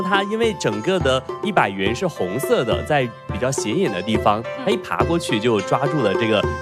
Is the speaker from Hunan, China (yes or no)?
no; Guangxi, China; 因为我来自广西嘛